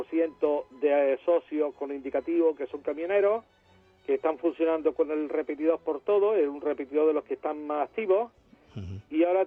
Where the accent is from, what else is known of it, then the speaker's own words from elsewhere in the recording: Córdoba, Andalusia, Spain; moved away as an adult; now in Seville, Spain; tú sabes que yo soy de Córdoba.